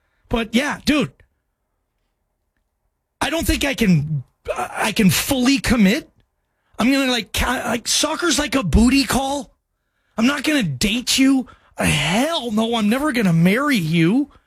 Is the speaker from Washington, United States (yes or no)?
yes; Seattle, Washington, United States; I'm from Seattle. And that's a massive soccer passionate town for American standards.